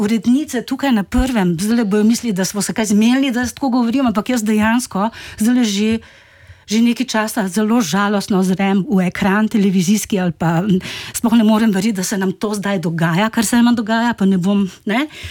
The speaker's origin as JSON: {"language": "Slovenian", "town": "Ruše", "region": "Drava", "country": "Slovenia", "said": "sem poslušala jazz program, to je bil Radio Maribor, ker sem iz Ruš."}